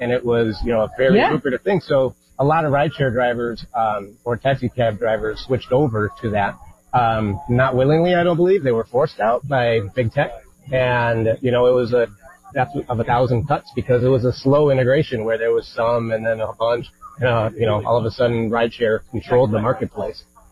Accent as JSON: {"language": "English", "town": "Mount Prospect", "region": "Illinois", "country": "United States", "tie": "born or raised there", "said": "So I grew up in Mount Prospect, and I've been living in the west suburbs for the past 20 years."}